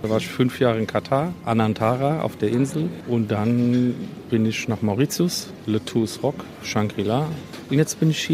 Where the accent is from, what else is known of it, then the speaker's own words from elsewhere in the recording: Wiesbaden, Hesse, Germany; accent: Hessian; also born or lived in Hockenheim; Geboren in Hockenheim an der Rennstrecke. Meine Eltern hatten damals schon ein Restaurant, ein Hotel. Mein Teenageralter habe ich dann in der Landeshauptstadt Wiesbaden verbracht und da habe ich mir dann auch das Hessische angeeignet.